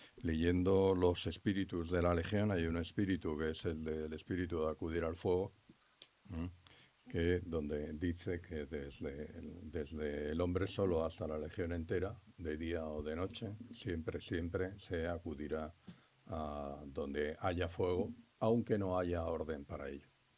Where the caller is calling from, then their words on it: Spain; Siento cierta vergüenza como español y sobre todo como legionario